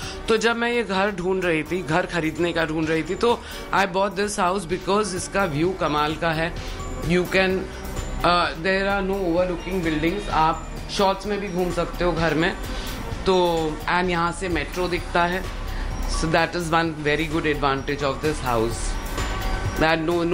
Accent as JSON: {"language": "Hindi", "town": "Kolkata", "region": "West Bengal", "country": "India", "tie": "born or raised there", "said": "मेरा जन्म कलकत्ता में हुआ था, मैंने वहाँ पे स्कूलिंग कंप्लीट की थी। उसके बाद हम लोग बॉम्बे आ गए थे"}